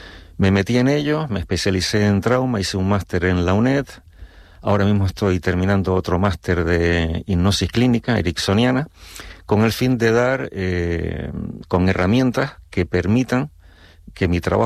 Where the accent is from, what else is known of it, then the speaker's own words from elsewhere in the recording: Puerto del Rosario, Canary Islands, Spain; Sí, soy de Puerto Rosario, y que quede constancia de mi bonita y querida isla Fuerteventura.